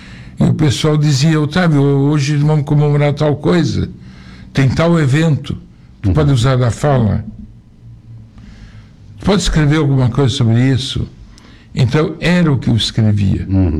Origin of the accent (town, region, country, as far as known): Taió, Santa Catarina, Brazil; born there; moved away